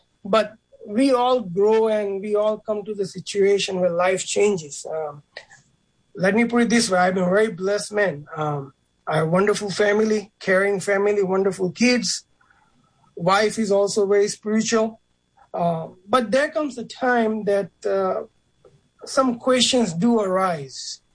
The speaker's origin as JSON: {"language": "English", "country": "India", "tie": "born or raised there"}